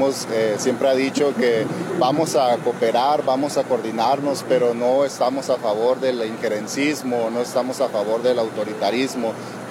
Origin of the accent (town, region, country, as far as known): Mexico